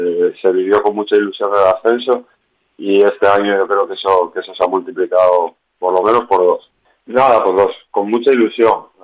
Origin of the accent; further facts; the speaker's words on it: Santander, Cantabria, Spain; Yo soy del Racing de Santander, porque bueno, soy de ahí.